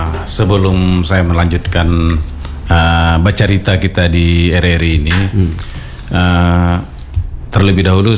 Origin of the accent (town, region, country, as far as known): North Sumatra, Indonesia